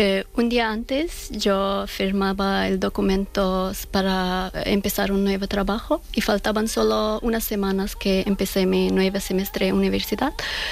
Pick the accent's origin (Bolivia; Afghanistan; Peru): Afghanistan; now in Spain; Y en octubre de 2021, en uno de vuelos de evacuación, yo con mi familia salimos de Afganistán.